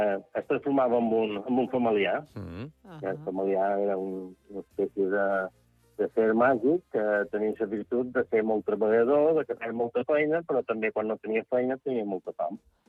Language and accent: Catalan; Santa Eulària des Riu, Balearic Islands, Spain; Jo som de Santa Eulària, no som de Sant Joan.